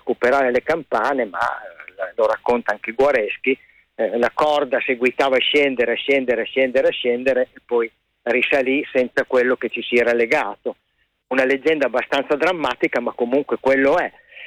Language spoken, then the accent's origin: Italian; Emilia-Romagna, Italy; born there; Io sono nato in Riva Po perché i miei nonni sono di Castelvetro Piacentino e quindi abitavano proprio sul Po